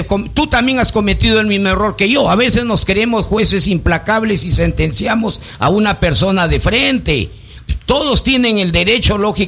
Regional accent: Lambayeque, Peru; como un peruano que quiero a mi país, que quiero a mi terruño, que quiero a Lambayeque.

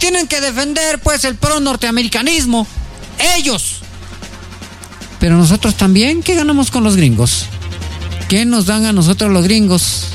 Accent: Peru

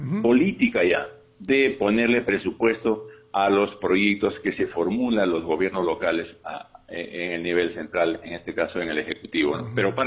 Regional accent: Cajaruro, Amazonas, Peru; moved away as an adult

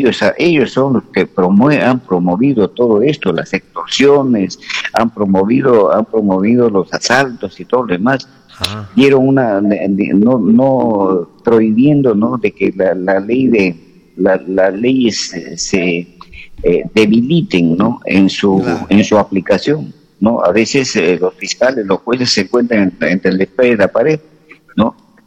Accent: Peru; lo que más nos conviene como peruanos

